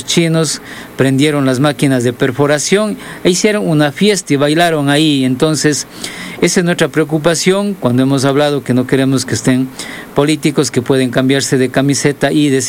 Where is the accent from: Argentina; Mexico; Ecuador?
Ecuador; Molleturo, Azuay; yo vengo de uno de los territorios como parte de la dirigencia de la FOA y vengo desde Molleturo